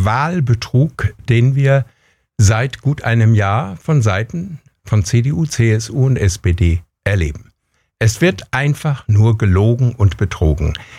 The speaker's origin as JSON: {"language": "German", "region": "North Rhine-Westphalia", "country": "Germany", "tie": "born or raised there", "said": "Sie wollen neben meiner Heimat, das Hermannsdenkmal, ein Windrad stellen, das höher ist als dieses Denkmal."}